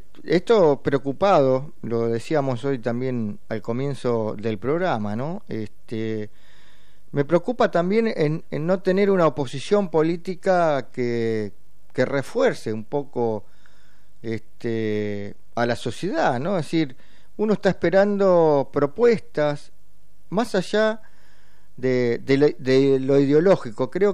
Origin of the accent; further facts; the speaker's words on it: Argentina; sabemos cómo somos los argentinos